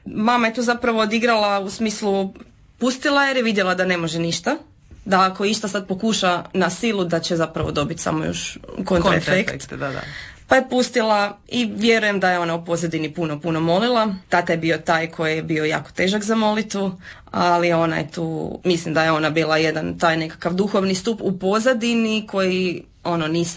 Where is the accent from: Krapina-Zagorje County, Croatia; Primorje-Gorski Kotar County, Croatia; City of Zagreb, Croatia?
City of Zagreb, Croatia; Zagreb; Dolazim iz Zagreba, udata sam, 34 godine